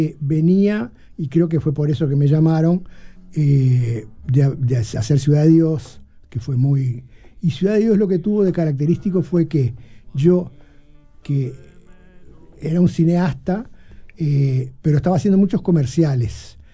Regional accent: Uruguay; yo que soy de clase media alta uruguaya

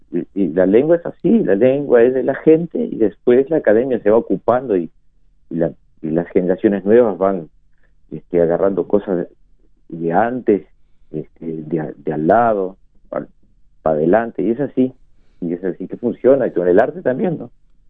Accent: Uruguay; Somos gente de Cerro Largo, de Rivera y Artigas.

